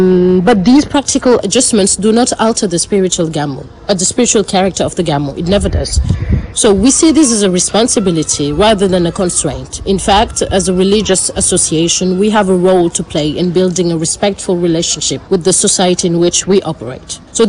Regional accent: France; growing up in France means being exposed to many different cultures and religious celebrations.

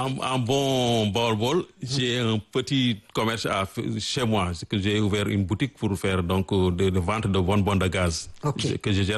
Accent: Diourbel, Senegal; est un Sénégalais, un Baobab. Donc, je suis né à Djourvel.

